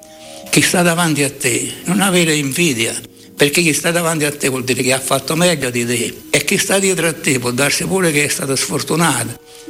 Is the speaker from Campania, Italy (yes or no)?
yes; Taurasi, Campania, Italy; Io sono nato qua a Taurasi e sono vissuto qua, stato qua, ho fatto tanto per Taurasi.